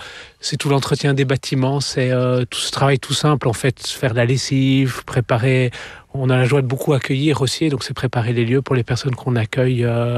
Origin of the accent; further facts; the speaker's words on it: Brussels, Brussels-Capital Region, Belgium; moved away as an adult; now in Lithuania; Oui, moi je suis aussi bruxellois.